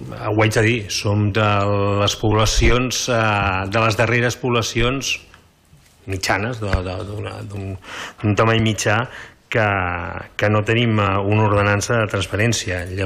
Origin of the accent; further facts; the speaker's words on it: Lloret de Mar, Catalonia, Spain; tot i que som tots molt de Lloret